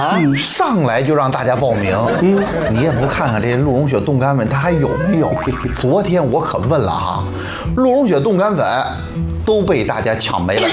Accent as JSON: {"language": "Chinese", "town": "Xuzhou", "region": "Jiangsu", "country": "China", "said": "大家好，我是来自徐州的"}